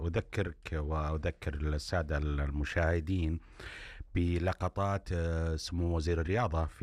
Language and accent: Arabic; Saudi Arabia; كلنا كسعوديين